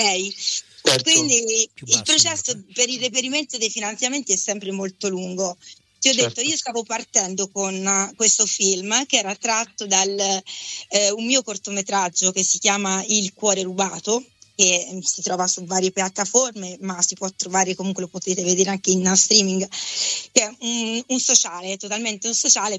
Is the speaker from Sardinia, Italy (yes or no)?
no; Prato, Tuscany, Italy; Poi sono toscana e mi sono poi finita, diciamo, ho iniziato a formarmi, diciamo, per la recitazione cinematografica, perché chiaramente sono partita da quella teatrale nella mia città a Prato, da quando avevo tipo 6 anni.